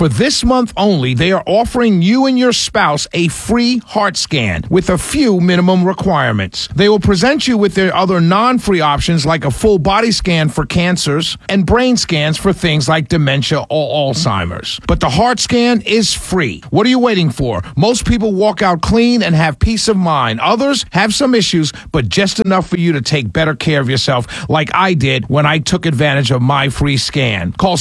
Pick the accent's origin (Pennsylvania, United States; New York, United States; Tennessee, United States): New York, United States; New York City; moved away as an adult; now in Atlanta, United States; I grew up in New York City, as many of you already know. I grew up in Harlem, a little village in New York City called Harlem, the greatest little village in the entire world.